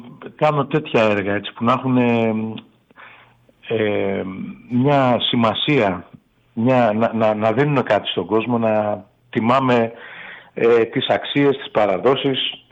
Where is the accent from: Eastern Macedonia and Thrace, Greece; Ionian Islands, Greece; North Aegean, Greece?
Ionian Islands, Greece; Kefalonia; Αν και είμαι Κεφαλονίτης, εγώ αισθάνομαι βαθύτατα Έλληνας